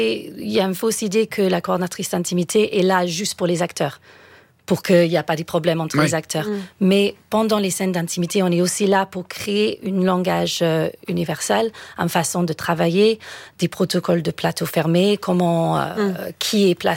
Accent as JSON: {"language": "French", "country": "United Kingdom", "second_language": "French", "moved": "yes", "lives_now": "France", "said": "Moi, je ne sais pas si vous avez entendu mon petit accent. Je suis britannique à la base."}